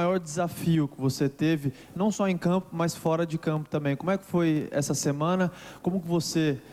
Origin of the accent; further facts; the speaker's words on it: Brazil; aqui da Casa TV, sou do Brasil também.